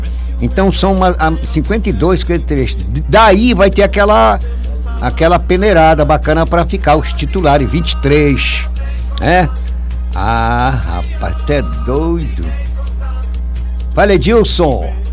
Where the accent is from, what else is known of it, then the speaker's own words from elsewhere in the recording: Pará, Brazil; eu sou nortista. Tenho o maior orgulho de dizer que eu sou paraense. Papa Chibé, nasci na Maravilha